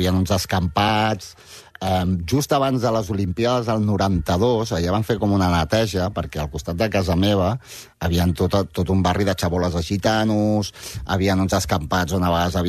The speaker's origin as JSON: {"language": "Catalan", "town": "Barcelona", "region": "Catalonia", "country": "Spain", "tie": "born or raised there", "also_born_or_lived": "Figueres", "said": "M'he criat a Barna, sí, sí."}